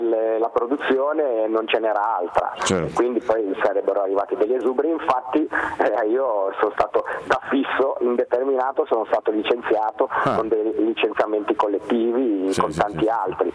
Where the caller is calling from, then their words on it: Savona, Liguria, Italy; Siamo da Savona